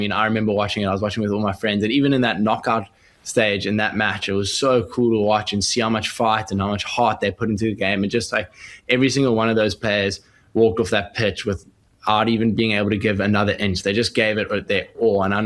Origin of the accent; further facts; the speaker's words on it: South Africa; that and share it with like my family and my best friends and with all the other South Africans.